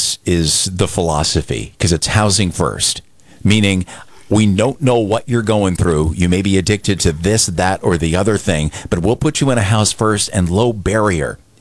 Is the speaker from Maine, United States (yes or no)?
yes; Aroostook County, Maine, United States; I had to explain it to listeners in what I call Aroostook County English. I can say that because I'm from Aroostook County.